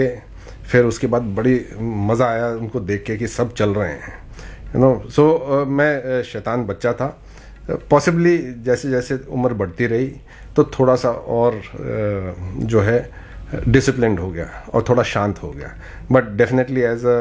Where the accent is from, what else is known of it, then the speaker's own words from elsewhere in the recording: Himachal Pradesh, India; हम पहाड़ी इलाके से हैं, मैं हिमाचल से हूँ